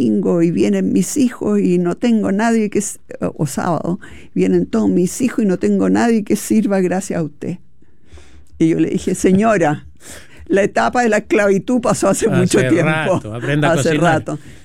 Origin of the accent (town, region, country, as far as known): Chile